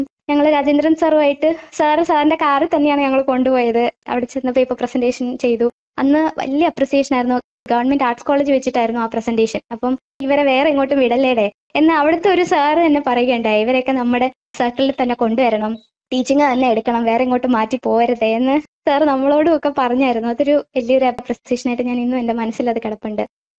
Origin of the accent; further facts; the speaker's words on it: Varkala, Kerala, India; ഞാൻ വർക്കല സ്വദേശിനിയാണ്.